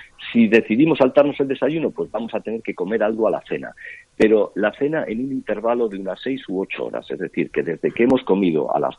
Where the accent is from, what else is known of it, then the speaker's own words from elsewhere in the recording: Galicia, Spain; en Galicia, que es mi tierra